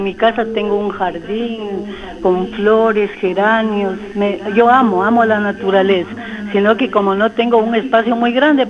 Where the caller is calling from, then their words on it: Loja, Ecuador; estoy llamando de aquí del barrio Los Faiques.